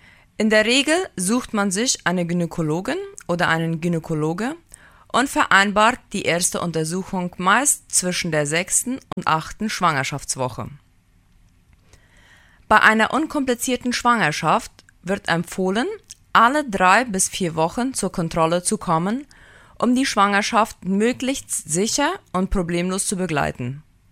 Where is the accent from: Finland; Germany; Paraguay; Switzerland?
Paraguay; Filadelfia, Boquerón; der Regier. Ich komme aus Philadelphia und arbeite im Krankenhaus Philadelphia.